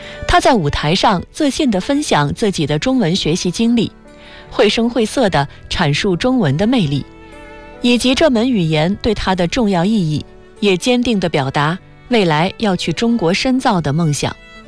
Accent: Nepal; Chinese is a second language

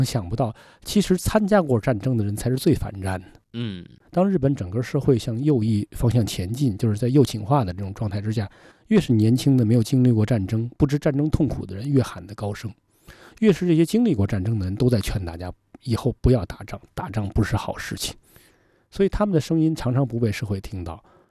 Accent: China; 他是中国人，我也是中国人，那他在那么艰难的情况下他能挺过来，我也跟他流的一样的血，我凭什么挺不过来？

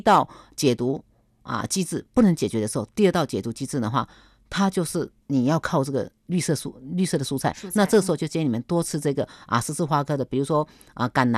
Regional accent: China; 因为一般我们中国人都是晚餐，爸爸回家吃晚餐，大家吃的很丰盛

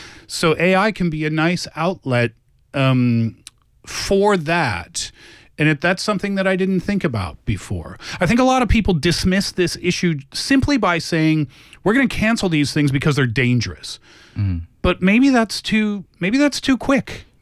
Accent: China; now in Canada; I feel a much more personal connection with it, even though I've moved here to Canada. I grew up in China watching children's programs on TV

